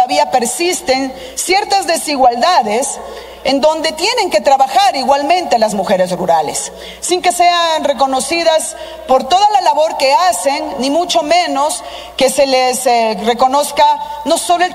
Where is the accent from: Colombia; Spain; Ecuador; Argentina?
Ecuador; Loja; Yo soy de Loja y como lojana conozco muy bien las dinámicas entre el centro y la periferia.